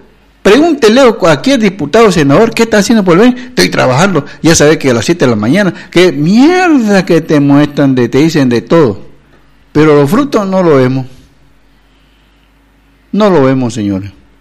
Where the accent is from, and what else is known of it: Santa Cruz, Bolivia